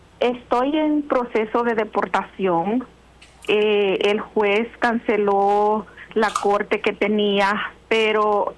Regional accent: El Salvador; del cual sería someter un asilo, pero yo soy de El Salvador.

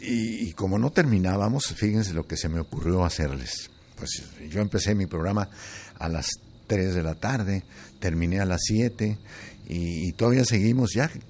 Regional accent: Tlaltenango, Zacatecas, Mexico; now in United States; yo que soy de Zacatecas, pues no digo soy de Zacatecas capital, soy de un pueblo que se llama Tlaltenango.

